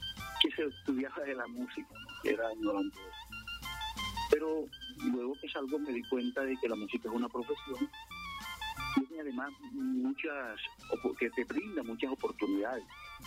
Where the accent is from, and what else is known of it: San Pelayo, Córdoba, Colombia; moved away